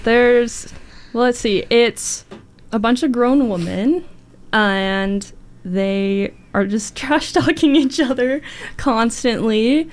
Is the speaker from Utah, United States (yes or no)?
yes; Utah, United States; So I'm the only Utahn born and raised here.